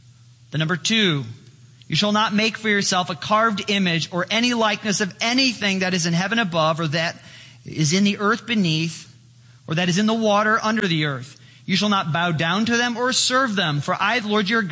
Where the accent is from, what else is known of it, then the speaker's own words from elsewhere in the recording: Chicago, Illinois, United States; And well, back in Chicago, there was a casino in my hometown.